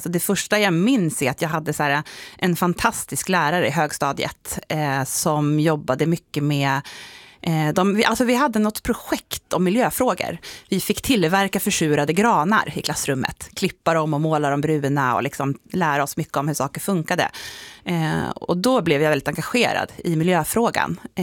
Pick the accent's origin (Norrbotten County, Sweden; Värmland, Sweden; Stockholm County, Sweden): Stockholm County, Sweden; Nacka; moved away; Utifrån Nacka Värmdö där jag kommer ifrån i Stockholm.